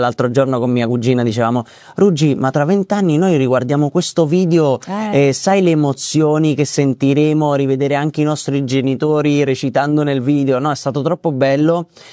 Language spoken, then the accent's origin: Italian; Città Sant'Angelo, Abruzzo, Italy; moved away; also born or lived in Latin America; io vengo da Città Sant'Angelo, una cittadina piccolina, e poi sono andato in America Latina, adesso sono qui con te.